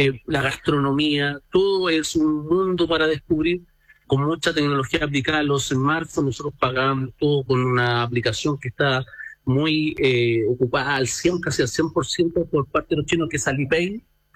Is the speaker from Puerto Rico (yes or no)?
no; Chile; a lo que nosotros como chilenos le podemos ofrecer desde nuestros grandes poetas, nuestros grandes escultores, nuestros grandes pintores